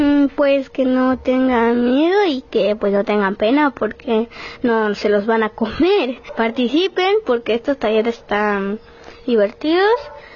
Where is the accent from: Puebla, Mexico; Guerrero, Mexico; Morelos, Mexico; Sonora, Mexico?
Puebla, Mexico; Ocotla; vengo de la comunidad de Ocotla.